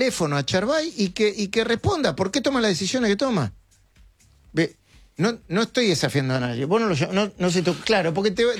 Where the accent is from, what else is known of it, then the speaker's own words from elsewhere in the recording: Argentina; somos periodistas de la Argentina.